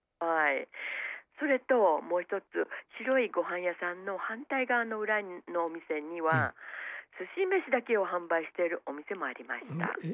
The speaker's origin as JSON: {"language": "Japanese", "region": "Kansai", "country": "Japan", "tie": "born or raised there", "moved": "yes", "lives_now": "Kuching, Malaysia", "said": "私も生まれ育ったのが大阪に近いところなので、"}